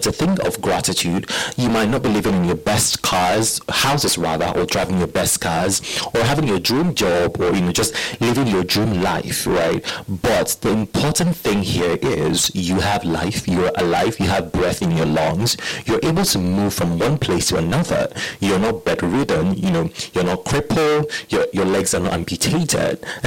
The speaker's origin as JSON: {"language": "English", "country": "Nigeria", "said": "but we are Nigerians"}